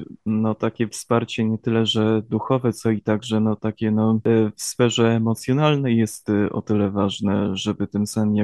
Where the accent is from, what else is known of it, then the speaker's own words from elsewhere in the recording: Dachnów, Subcarpathian Voivodeship, Poland; Jestem z Dachnowa, dokładnie na Podkarpaciu